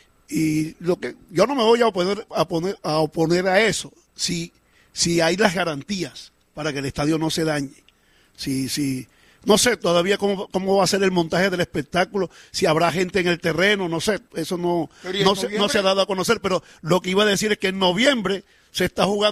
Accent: Colombia

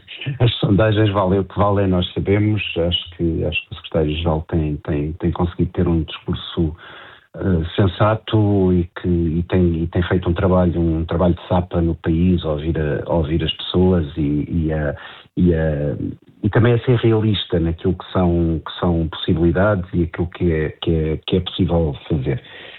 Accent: Portugal; eu como português

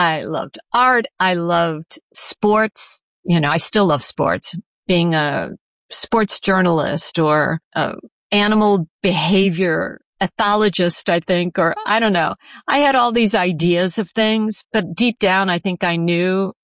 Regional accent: Chicago, Illinois, United States; born there; also born or lived in New York; I grew up in Chicago for the first 8 years of my life.

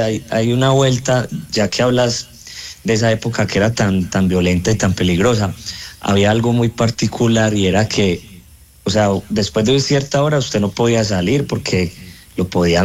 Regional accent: Bello, Antioquia, Colombia; now in Itagüí, Colombia; Parce, yo soy de Bello, yo vivo hace mucho rato en Itagüí.

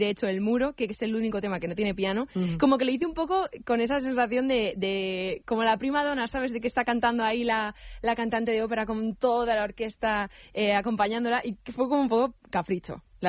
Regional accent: Madrid, Community of Madrid, Spain; Pero yo sí, soy madrileña.

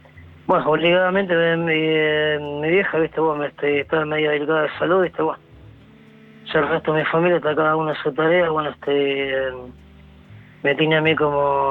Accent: La Tablada, Buenos Aires Province, Argentina; Bien, de... Tablada.

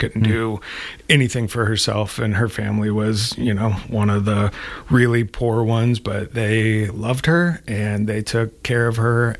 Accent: Potwin, Kansas, United States; born or raised there

